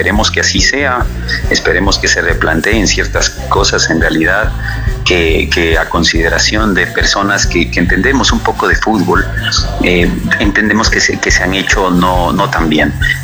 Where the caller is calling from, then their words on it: Ecuador; como ecuatorianos unidos